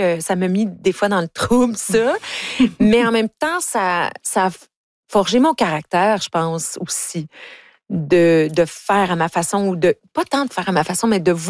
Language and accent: French; Ontario, Canada; parce que moi, je viens de l'Ontario.